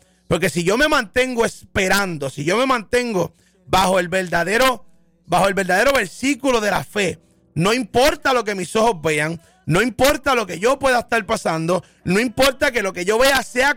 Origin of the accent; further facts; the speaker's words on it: Puerto Rico; Y yo entiendo que como puertorriqueños, como boricua que somos